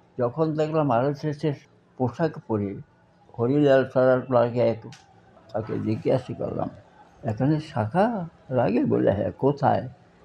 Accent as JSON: {"language": "Bangla", "region": "West Bengal", "country": "India", "said": "আমি বাঙালি শুধু"}